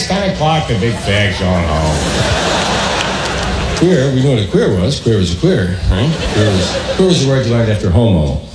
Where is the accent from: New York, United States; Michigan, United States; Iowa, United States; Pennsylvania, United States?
New York, United States; And we call our little neighborhood White Harlem, because it sounded bad, you know? Where are you from? White Harlem. Sound up, sound down. The real name was Morningside Heights.